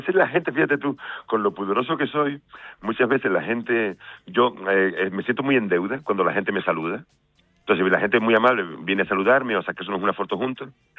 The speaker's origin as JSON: {"language": "Spanish", "town": "Granadilla de Abona", "region": "Canary Islands", "country": "Spain", "also_born_or_lived": "London", "said": "yo soy de Granadilla y mi familia tiene una casa en La Caleta, ahí en La Caleta de Tajao, ahí al lado de en Arico."}